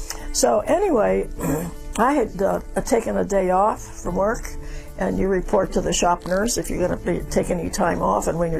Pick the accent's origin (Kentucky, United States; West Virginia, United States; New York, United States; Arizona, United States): West Virginia, United States; born there; And I said, well, I was born in West Virginia.